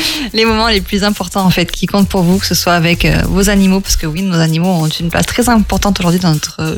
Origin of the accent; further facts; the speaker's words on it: Nouvelle-Aquitaine, France; je suis originaire de la Gironde